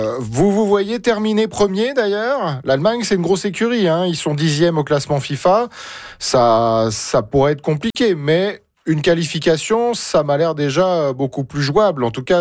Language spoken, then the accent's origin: French; France; vous savez que je suis français, effectivement.